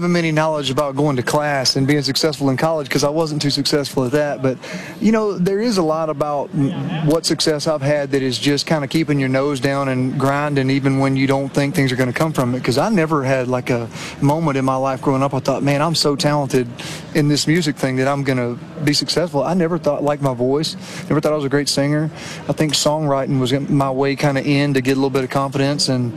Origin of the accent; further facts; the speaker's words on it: Alabama, United States; I couldn't be more proud of where I'm from and the state of Alabama.